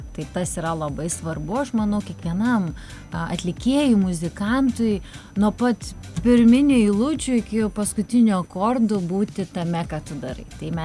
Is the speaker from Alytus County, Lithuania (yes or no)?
no; Kaunas, Kaunas County, Lithuania; kaunietė, kadangi esu, tai aš be galo visų pirma laukiu rūpiučio 22 Kauno koncerto jachlube.